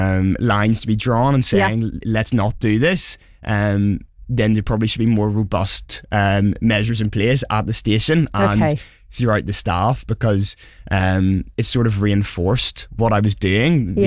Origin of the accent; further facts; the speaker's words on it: Belfast, Northern Ireland, United Kingdom; moved away as an adult; now in London, United Kingdom; moving from Belfast was a big change, and a big change of speed and intensity of London.